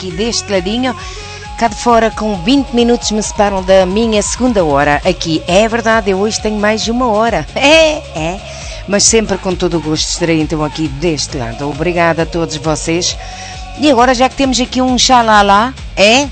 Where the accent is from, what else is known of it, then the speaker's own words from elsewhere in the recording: Portugal; nós somos Portugal, nós somos portugueses.